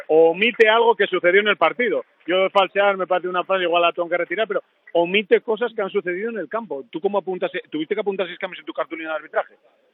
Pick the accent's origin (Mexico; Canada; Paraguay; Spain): Spain; Salinas, Asturias; yo al final soy de Salinas y he entrenado en equipos de Avilés